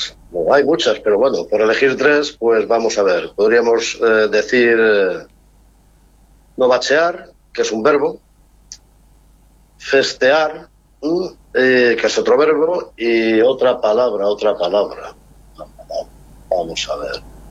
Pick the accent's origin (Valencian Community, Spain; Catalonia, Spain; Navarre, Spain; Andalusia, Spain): Valencian Community, Spain; Elda